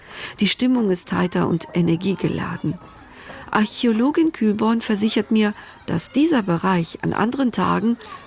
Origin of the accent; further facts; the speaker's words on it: Greece; werde ich als Griechin besonders hellhörig.